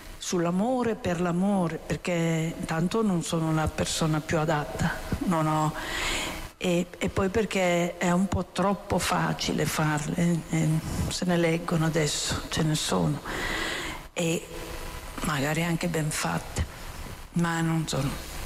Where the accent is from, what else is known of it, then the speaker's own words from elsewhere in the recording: Vicenza, Veneto, Italy; now in Milan, Italy; alla periferia della mia città natale, io vivo a Milano ma sono originaria di Vicenza